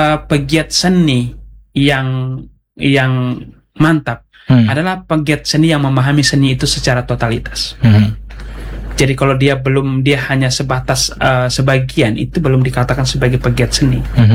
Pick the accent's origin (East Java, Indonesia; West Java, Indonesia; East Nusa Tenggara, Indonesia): East Nusa Tenggara, Indonesia; Kalau misalnya kita orang Dawan kemudian orang Timur itu biasanya apa ya, bahasanya pelan, santun